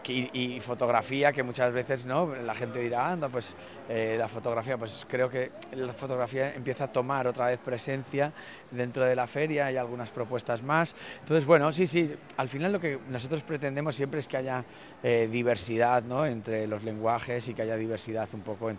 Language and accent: Spanish; Madrid, Community of Madrid, Spain; Soy de Madrid, de Madrid.